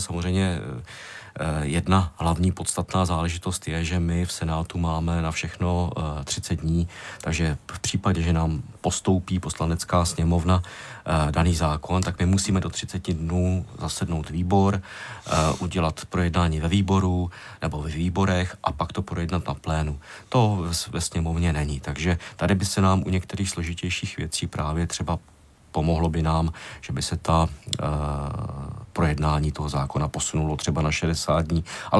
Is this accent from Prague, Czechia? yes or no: no; Vysočina Region, Czechia